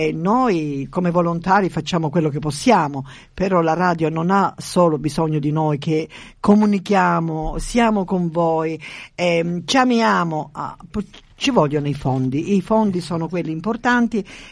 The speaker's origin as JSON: {"language": "Italian", "town": "Brindisi", "region": "Apulia", "country": "Italy"}